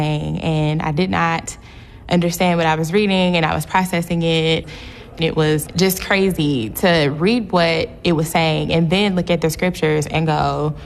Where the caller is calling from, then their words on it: Cleveland, Ohio, United States; I am from Cleveland, Ohio.